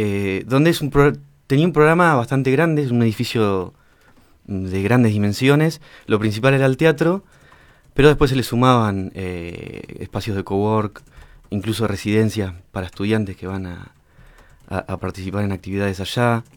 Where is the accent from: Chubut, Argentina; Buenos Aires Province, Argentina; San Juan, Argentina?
Buenos Aires Province, Argentina; Bahía Blanca; Soy de acá, sí, sí.